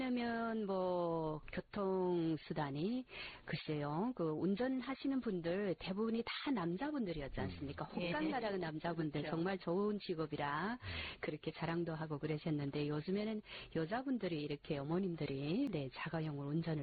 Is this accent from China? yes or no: yes; China; 우리 중국 국민으로 살고 있는 데 대해서